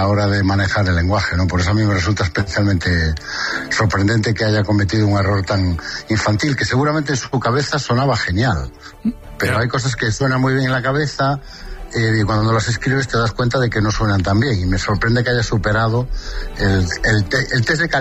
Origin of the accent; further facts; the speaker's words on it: Galicia, Spain; Sí, yo soy de la Mañía de Lugo, que es lo más gallego que se puede ser.